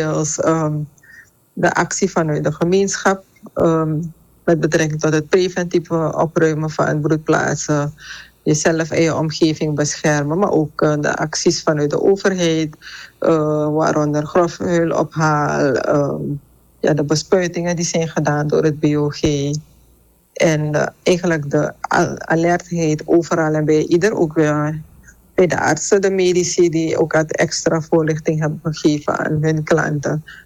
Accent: Suriname; we allemaal als Surinamers

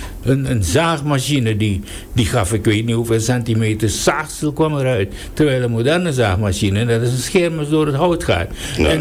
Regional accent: Suriname; toen wij als Surinamers, de Surinaamse leiding waarmee ik, waar ik het hoofd was

